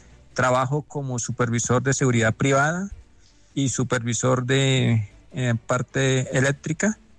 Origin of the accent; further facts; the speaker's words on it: Sogamoso, Boyacá, Colombia; tengo 43 años, soy nativo o vivo, residente en Sogamoso, Boyacá.